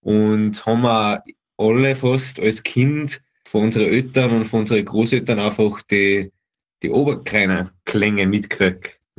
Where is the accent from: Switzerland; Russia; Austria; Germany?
Austria; Salzburg; erinnert ich mich an ein Festl in Gastein, bei uns in Salzburg.